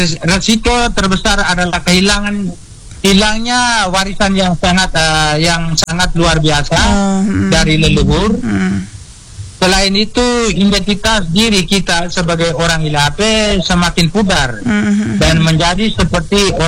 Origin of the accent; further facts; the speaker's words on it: East Nusa Tenggara, Indonesia; tidak hanya bicara soal kain, tetapi ini identitas diri kita. Ini adalah sebuah harga diri kita sebagai orang Ilape.